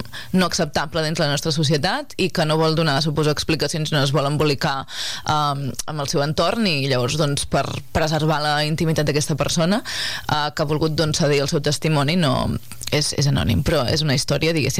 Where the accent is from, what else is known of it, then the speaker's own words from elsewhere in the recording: Cantallops, Catalonia, Spain; jo que soc de Cantallops